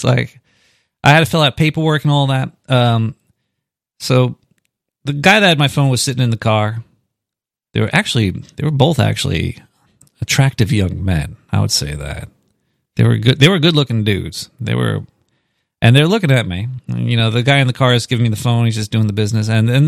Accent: Brooklyn, New York, United States; I'm from Brooklyn. I'm a bumbling Brooklyn retard. I can't get back there.

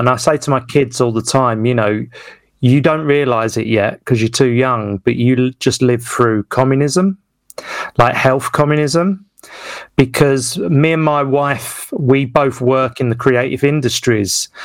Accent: Westcliff, East of England, United Kingdom; doing a show in Westcliff in my hometown

